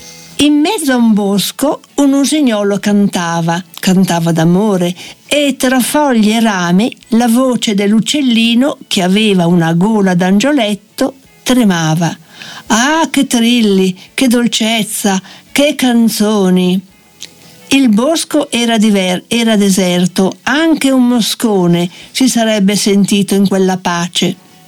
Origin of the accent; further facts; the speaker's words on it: Milan, Lombardy, Italy; conosco il milanese, sono una milanese.